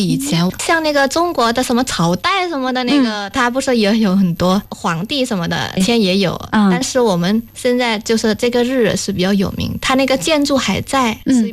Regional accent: Yogyakarta, Special Region of Yogyakarta, Indonesia; moved away as an adult; 我爸爸是在印尼出生的，对，我也是在印尼出生。

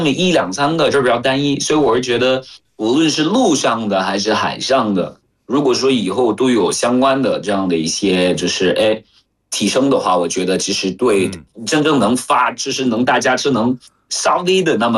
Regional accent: Cameroon; Chinese is a second language; 我是来自喀麦隆的

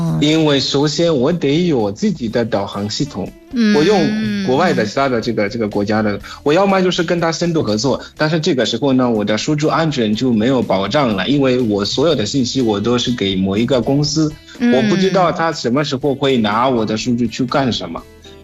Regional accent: Zimbabwe; Chinese is a second language; now in China; 我是来自津巴布的

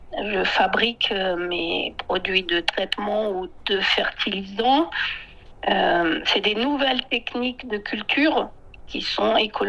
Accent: France; Donc, moi, ce que je suis, c'est j'ai beaucoup voyagé au Yunnan, mais je suis française.

